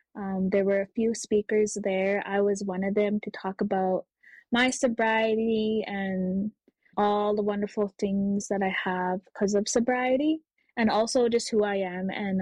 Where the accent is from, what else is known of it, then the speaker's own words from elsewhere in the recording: Wabasca, Alberta, Canada; also born or lived in Dillon, Saskatchewan; I'm from Wabasca, Alberta on my late father's side, and that's Woodlands Cree territory. And I'm from Dillon, Saskatchewan on my late mom's side, and that's Dene Sunkline territory.